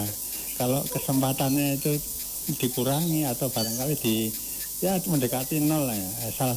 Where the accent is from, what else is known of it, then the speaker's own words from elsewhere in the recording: Java, Indonesia; Jadi kalau itulah saya itu sebagai orang Jawa ya.